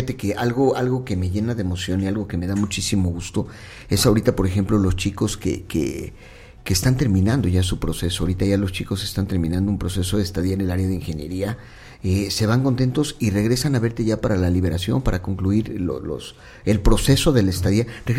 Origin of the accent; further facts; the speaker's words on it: Huauchinango, Puebla, Mexico; also born or lived in Pachuca; Yo soy de aquí de Huauchinango, me tocó irme de Huauchinango a la ciudad de Pachuca a estudiar una carrera profesional